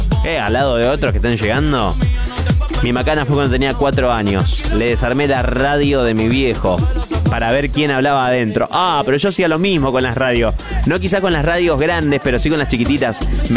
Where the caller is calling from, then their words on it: La Roca, Entre Ríos, Argentina; de La Roca, Entre Ríos.